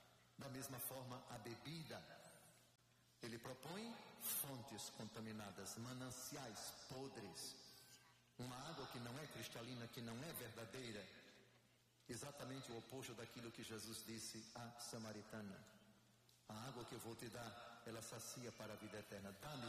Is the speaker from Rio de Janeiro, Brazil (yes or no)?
no; Maceió, Alagoas, Brazil; Maceió, minha terra?